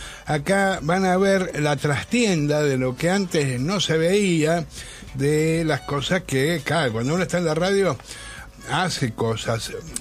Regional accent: Buenos Aires, Argentina; Yo soy porteño, nacido y criado. Amo profundamente esta ciudad, amo a Buenos Aires

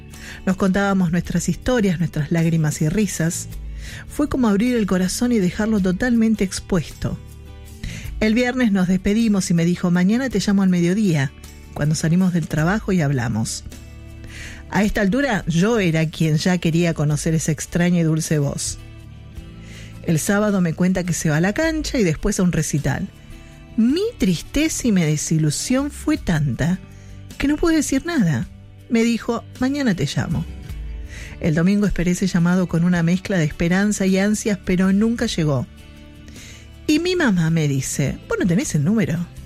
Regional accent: Quilmes, Buenos Aires Province, Argentina; born there; nací en Quilmes.

